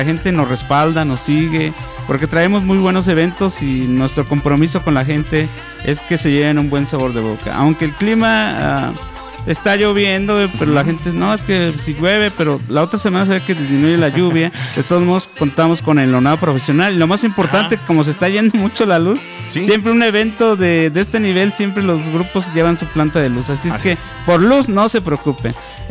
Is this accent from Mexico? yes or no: yes; Maravatío, Michoacán, Mexico; born there; somos de Marabatío, soy nacido en Marabatío.